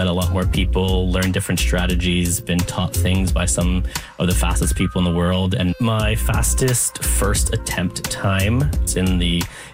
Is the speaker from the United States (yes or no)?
no; Canada; I am a Canadian speed puzzler, currently ranked 10th in the country.